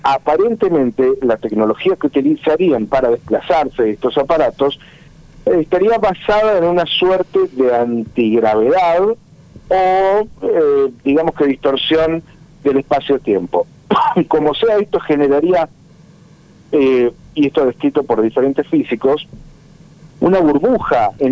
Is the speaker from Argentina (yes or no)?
yes; La Pampa, Argentina; also born or lived in Buenos Aires; now in San Fernando, Argentina; por lo general no soy de Victoria, soy de Buenos Aires, en realidad soy de La Pampa, pero estoy viendo en San Fernando.